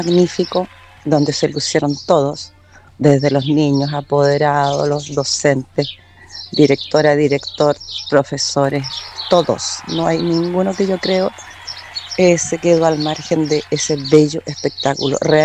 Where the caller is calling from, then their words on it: Chañaral Alto, Atacama, Chile; a todo mi pueblo Chañaral Alto, a toda mi gente linda